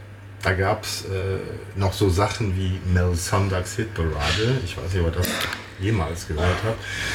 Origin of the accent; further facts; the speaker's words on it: Cologne, North Rhine-Westphalia, Germany; Ich komme aus Köln.